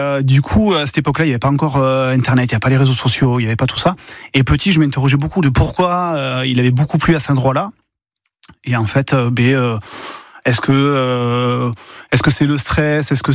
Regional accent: Carcassonne, Occitanie, France; Je suis originaire de Carcassonne, dans l'Aude.

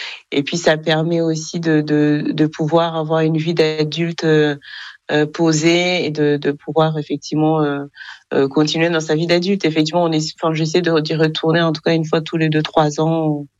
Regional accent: Kigali, Rwanda; moved away as an adult; now in Limousin, France; Alors, moi, je suis née au Rwanda, dans la capitale du Rwanda, Kigali. J'ai été élevée là-bas jusqu'à mes 19 ans. À la fin de mon bac, où je suis venue en France.

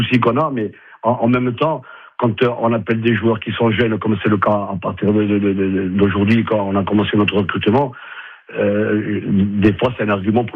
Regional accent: Corsica, France; chez nous, en Corse

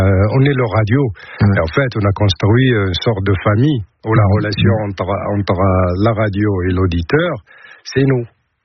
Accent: Benslimane, Casablanca-Settat, Morocco; moved away as an adult; now in Nord-Pas-de-Calais, France; je venais de loin, je venais du Maroc. De Ben Slimane, la région de Casablanca.

